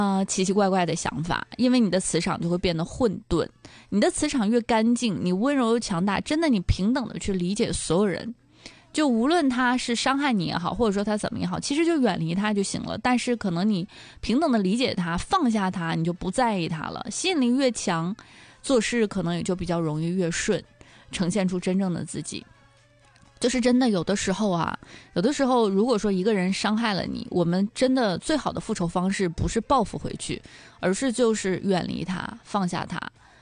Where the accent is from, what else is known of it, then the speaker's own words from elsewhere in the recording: Dalian, Liaoning, China; 咱们大连话